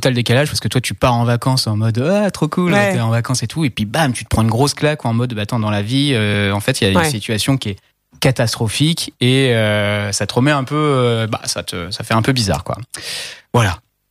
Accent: Mont-Saint-Michel, Normandy, France; Moi, je suis originaire de Normandie, du Mont-Saint-Michel

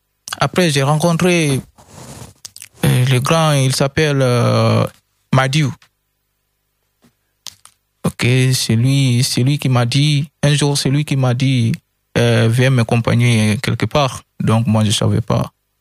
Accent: Guinea; Je viens de Guinée-Conakry, j'ai 15 ans.

